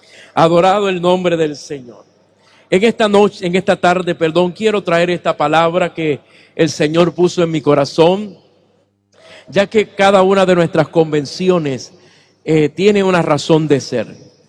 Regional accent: Puerto Rico; Todos reciben saludos de mi tierra, Puerto Rico.

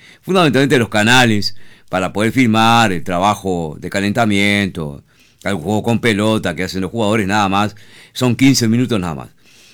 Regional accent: Uruguay; yo del interior, me dio lástima a la chiquilina que estaba entrevistando al técnico de la selección uruguaya. Pero además, como uruguayo

